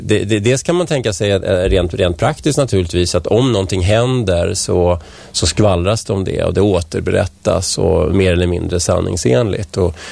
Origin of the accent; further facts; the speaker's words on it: Vällingby, Stockholm County, Sweden; now in Nacka, Sweden; Jag kommer ju inte härifrån. Jag kom från Vällingby från början, och sen har jag bott i stan och jag har bott i Strängnäs då, som sagt.